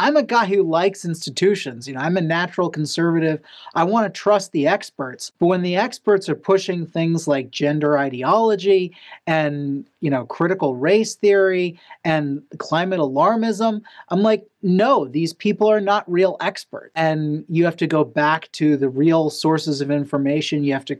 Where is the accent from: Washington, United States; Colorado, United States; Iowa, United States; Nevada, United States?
Colorado, United States; Golden; also born or lived in Boulder; I like to say I was born in the People's Republic of Boulder, but revolted into orthodoxy in early youth and grew up in Golden. So I was not very far from the Coors factory